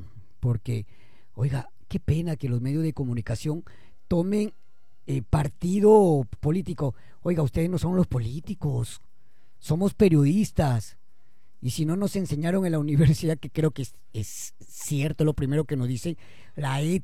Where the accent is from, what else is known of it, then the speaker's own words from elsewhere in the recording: Peru; como peruano, vamos a exigir quien resulte presidente o presidenta que cumpla